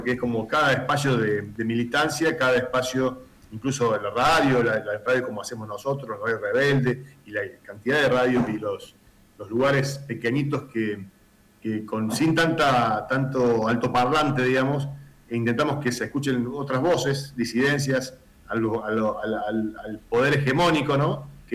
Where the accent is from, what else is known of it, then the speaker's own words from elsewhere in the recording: Córdoba, Argentina; soy cordobés